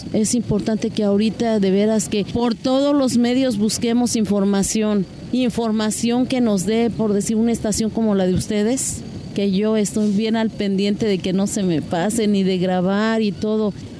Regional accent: Mexico City, Mexico; Yo soy del Distrito Federal. Mi casa está muy cerquitas de Tlatelolco, cerca de la Basílica de Guadalupe. Y yo tenía 14 años cuando pasó eso.

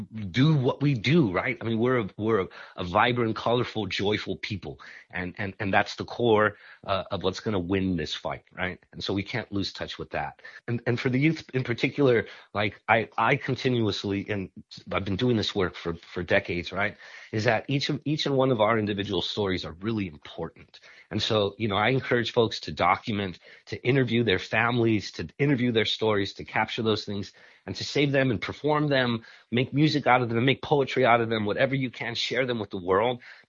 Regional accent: San Antonio, Texas, United States; I grew up in San Antonio

